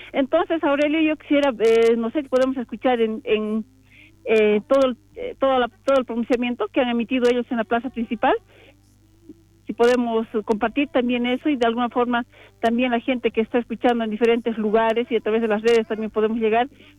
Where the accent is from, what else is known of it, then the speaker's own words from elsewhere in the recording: Oruro, Bolivia; yo también soy del sector de Hachacarangas